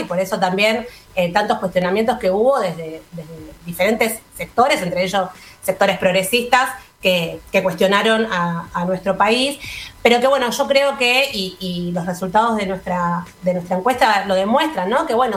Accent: Argentina; todos los argentinos creemos firmemente que las Malvinas son argentinas.

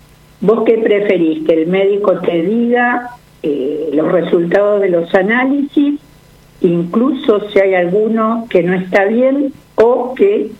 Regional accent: Santa Fe, Argentina; soy santafesina

